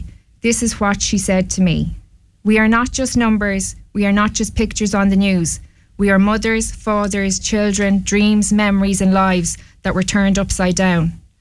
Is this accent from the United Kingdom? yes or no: no; Ireland; born there; The only difference between us is that she was born in Palestine and I was born in Ireland.